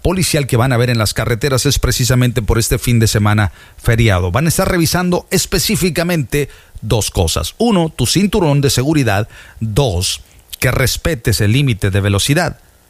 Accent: Veracruz, Mexico; Y yo soy de oro. Y yo soy jarocho.

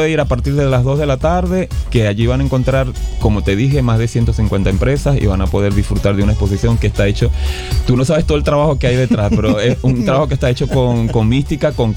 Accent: Maracaibo, Zulia, Venezuela; Como todo maracucho, nos encanta la comida sabrosa.

